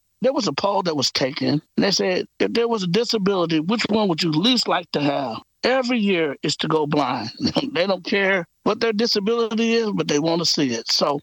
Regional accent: Kansas City, Missouri, United States; now in St. Louis, United States; I'm originally from Kansas City, a family of four.

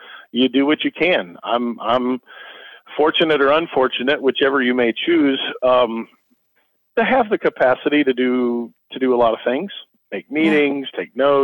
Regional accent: Mascoutah, Illinois, United States; So Muskoden is my hometown. I moved all the way to Shiloh, 10 miles away, when I got married and graduated from college. In 2006, I came back to Muskoden for work

